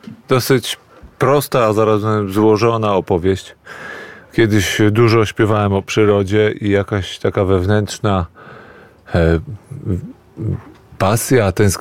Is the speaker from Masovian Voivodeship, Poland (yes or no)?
yes; Warsaw, Masovian Voivodeship, Poland; jako rodowity warszawiak, warszawianista, który do tej pory zakochany jest w tym mieście i jest to dla mnie taka naprawdę kolebka macierz.